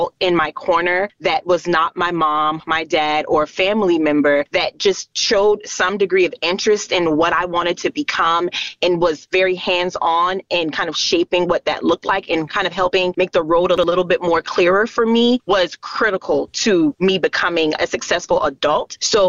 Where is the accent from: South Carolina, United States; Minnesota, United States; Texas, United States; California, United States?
South Carolina, United States; James Island; moved away as an adult; also born or lived in Conway, South Carolina; So I actually was born and raised on James Island. So I am a Benya, and I left James Island to go to college at Coastal Carolina University down in Conway or Myrtle Beach.